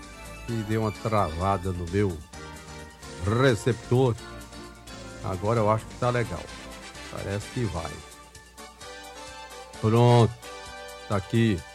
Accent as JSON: {"language": "Portuguese", "region": "Ceará", "country": "Brazil", "tie": "born there", "said": "Saudade lá de Crateús, terra do meu pai. Eu nasci aqui na Gentilândia, mas meu pai me levava quando era menino lá para Crateús, eu adorava."}